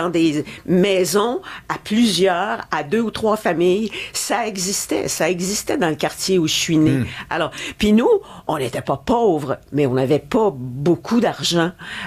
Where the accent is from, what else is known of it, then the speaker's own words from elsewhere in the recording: Montreal, Quebec, Canada; Moi, je suis de Montréal, montréalaise, pur jus.